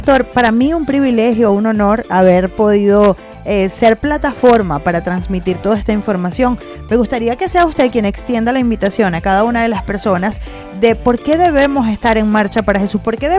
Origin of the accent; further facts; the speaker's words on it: Venezuela; y que nosotros como iglesia, nosotros como venezolanos, estamos asistiendo y estamos apoyando